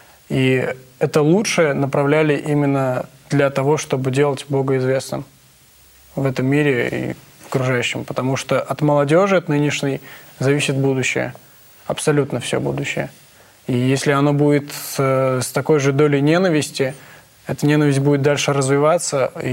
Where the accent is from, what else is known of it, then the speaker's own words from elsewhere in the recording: Armenia; и я им прямо говорил, я армянин. Я другой национальности